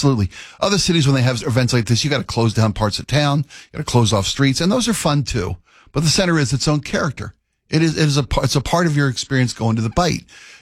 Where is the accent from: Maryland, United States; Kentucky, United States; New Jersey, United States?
Maryland, United States; Baltimore; moved away as an adult; now in Seattle, United States; And I remember I'd never seen anything like that in my hometown of Baltimore.